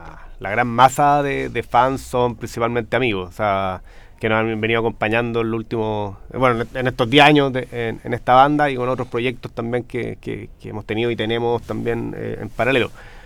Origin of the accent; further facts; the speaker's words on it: Chile; como todo chileno, quizás, una chaquetera